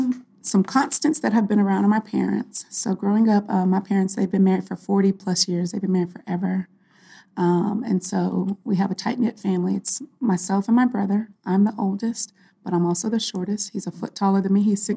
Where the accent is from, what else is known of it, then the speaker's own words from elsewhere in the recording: Texas, United States; born there; also born or lived in Virginia / New Mexico; I was born in Texas, and so I started school in Texas. I went to school in Virginia. I went to school in New Mexico.